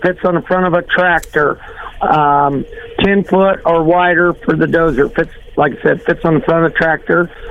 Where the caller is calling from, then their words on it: Donaldson, Iowa, United States; Donaldson, Iowa.